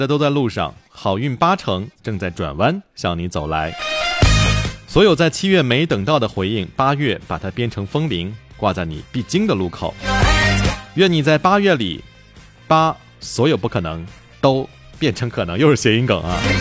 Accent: China; 其实我们中国人对四这个数字哈

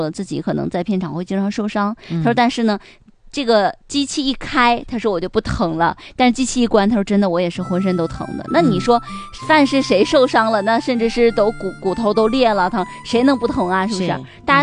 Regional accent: Northeast China, China; 因为对于我们东北人来说，其实俄式的东西咱们并不陌生。

